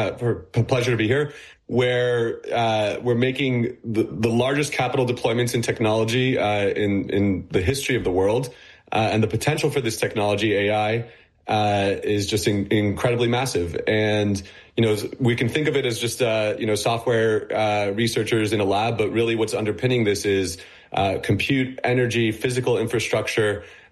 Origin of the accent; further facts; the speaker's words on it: United States; Well, you know, me personally, I'm an American, and so we, you know, my firm is investing along what we could describe as the U.S.-Israel corridor.